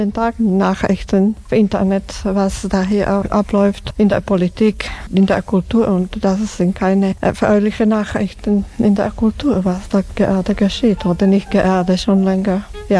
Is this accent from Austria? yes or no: no; Slovakia; moved away as an adult; now in Switzerland; Das sind meine Wurzeln. Ich komme aus der Slowakei und ja, das kann ich nicht leugnen, will nicht leugnen. Ich bin hier aufgewachsen, meine jungen Jahre habe ich hier verbracht. Also ich ging erst in meinem Mittelalter in die Schweiz.